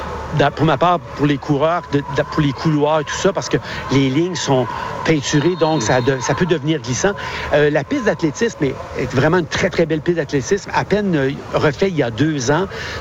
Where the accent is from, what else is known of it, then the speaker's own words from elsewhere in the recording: Quebec, Canada; Moi, je suis originaire du Québec.